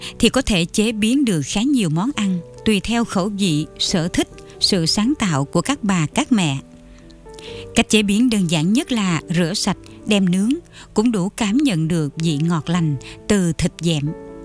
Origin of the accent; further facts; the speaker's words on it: An Minh district, Kien Giang, Vietnam; Sấm biển quê tôi nằm ở đoạn kênh Mương Đào thuộc xã Vân Khánh, huyện An Minh. Ở vùng quê này, bà con làm kinh tế từ các vuông nuôi tôm, nuôi cua. Phần thì mưu sinh dựa vào bãi bồi ven biển.